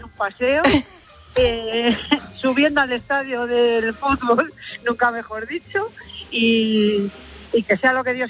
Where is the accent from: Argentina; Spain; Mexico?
Spain; Valladolid, Castile and León; somos de Valladolid, toda la pandilla, la Plaza Mayor de Valladolid